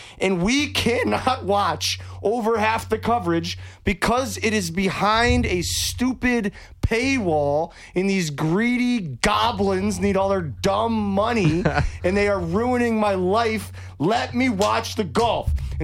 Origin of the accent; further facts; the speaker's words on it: United States; I'm an American living in a free country